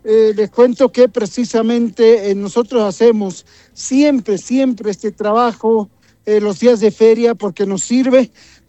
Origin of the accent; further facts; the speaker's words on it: Bolivia; somos bolivianos